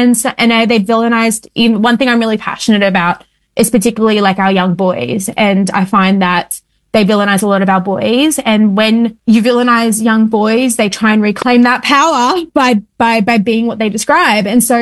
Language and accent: English; New South Wales, Australia; Without knowing that I was from Western Sydney, was like, oh, thank God for Western Sydney.